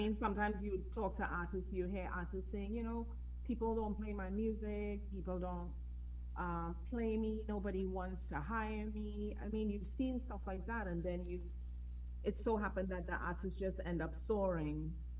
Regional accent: Trinidad & Tobago; moved away; also born or lived in United States; I'm from Trinidad and Tobago.

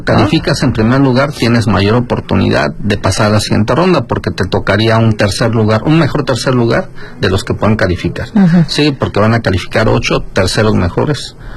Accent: Mexico; nosotros como mexicanos

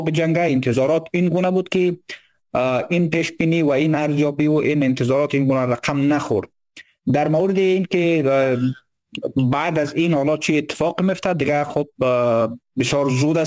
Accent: Badakhshan, Afghanistan; از بدخشان هستیم

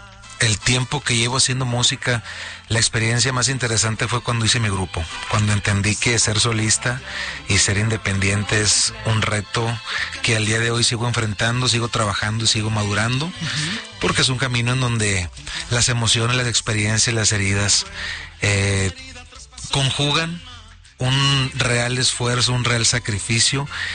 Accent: Mazatlán, Sinaloa, Mexico; born there; yo nací en Mazatlán

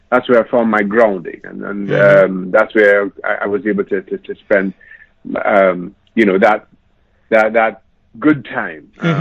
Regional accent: Trinidad & Tobago; moved away as an adult; now in United States; We're an ethnic majority growing up in Trinidad and Tobago, as I did

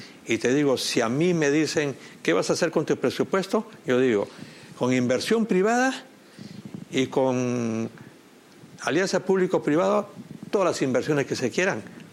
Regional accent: Rímac, Lima, Peru; Pero yo nací en el RIMAC.

